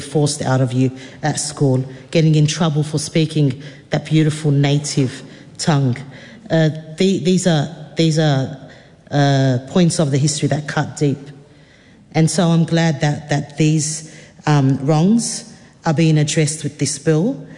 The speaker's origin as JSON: {"language": "English", "country": "Australia", "tie": "born or raised there", "moved": "as an adult", "lives_now": "New Zealand", "said": "I was born and raised in Australia, a Lebanese wahine from Australia"}